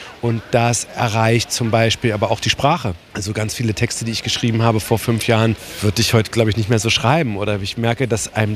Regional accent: Saxony-Anhalt, Germany; born there

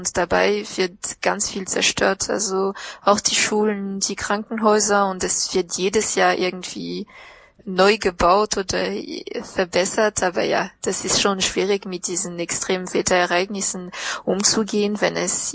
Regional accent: southeast, Madagascar; Ich komme, wie gesagt, aus dem Südosten und das ist die Nachbarregion von der Region Anjoui, heißt es.

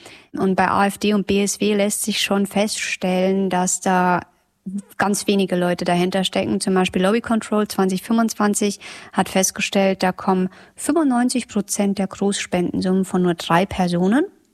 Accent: Bavaria, Germany; now in Mecklenburg-Vorpommern, Germany; wir stammen beide aus Bayern und wir leben seit einiger Zeit in MV

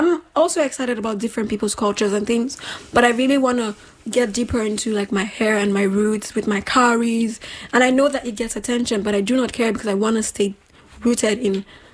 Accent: Nigeria; moved away; because I grew up in Nigeria. I wasn't black until I moved out of Nigeria.

